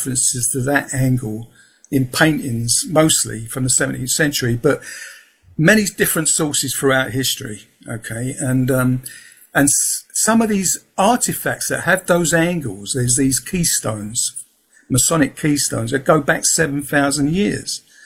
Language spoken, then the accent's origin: English; London, United Kingdom; accent: Peckham, Southeast London; I was brought up in Peckham, London, Southeast London. So that's my accent.